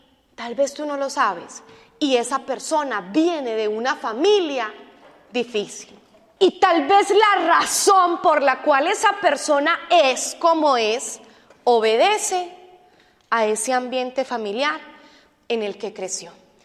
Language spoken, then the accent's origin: Spanish; Antioquia, Colombia; moved away; los paisas, los que somos de Antioquia, nos caracterizamos, y hay un refrán por ahí que dice, un paisa no se vara.